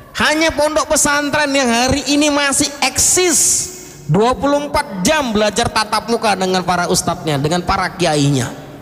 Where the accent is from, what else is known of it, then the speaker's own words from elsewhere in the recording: Aceh, Indonesia; Karena kebetulan saya orang Aceh, paham persis konun yang ada di sana.